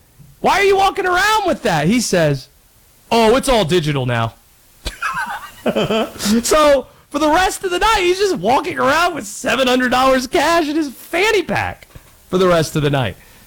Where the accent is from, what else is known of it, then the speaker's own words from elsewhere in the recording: Raleigh, North Carolina, United States; my dad, we grew up right outside of Raleigh, diehard Canes fan.